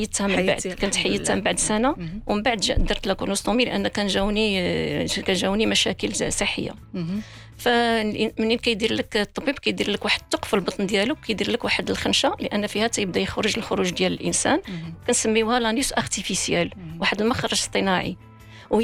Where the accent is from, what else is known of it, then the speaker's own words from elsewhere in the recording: Morocco; حنا عندنا في المغرب مع الاسف مع الاسف الشديد عندنا في المغرب ما عندناش سكون ابيل دي زانفيرميه